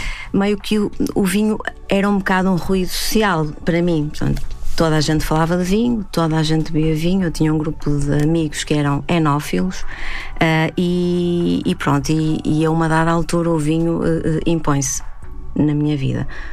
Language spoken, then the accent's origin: Portuguese; Braga, Portugal; Eu não nasci no meio da vinha, eu não fui criada no meio da vinha, eu sou de Braga.